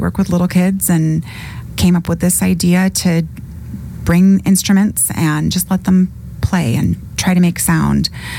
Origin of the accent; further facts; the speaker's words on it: California, United States; Yeah, I grew up in California.